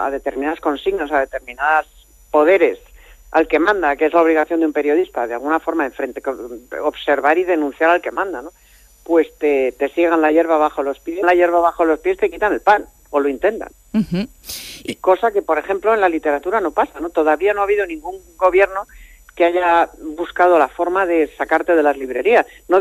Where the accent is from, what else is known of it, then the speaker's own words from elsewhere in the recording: Spain; a mí me avergüenza como española